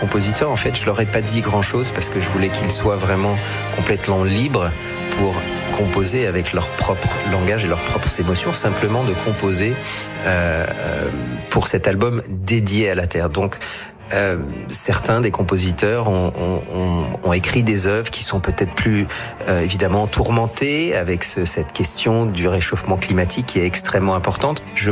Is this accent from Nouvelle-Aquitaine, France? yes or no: no; Chambéry, Auvergne-Rhône-Alpes, France; born there; je suis savoyard, né à Chambéry, et mes origines, cette terre, la Savoie, sont très importantes pour moi.